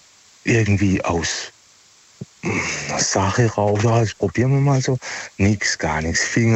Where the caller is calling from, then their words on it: Pforzheim, Baden-Württemberg, Germany; Ja, da, von Pforzheimer Gegend.